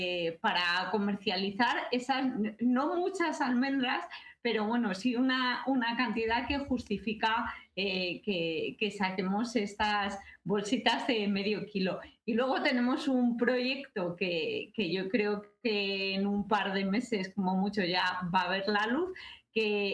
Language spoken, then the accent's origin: Spanish; Guadalajara, Castilla-La Mancha, Spain; aquí en Castilla, porque nosotras somos de Guadalajara y somos de Castilla